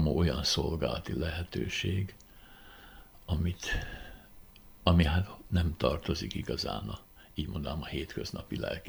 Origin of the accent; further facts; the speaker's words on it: Vác, Pest, Hungary; én itt nőttem fel be a városba.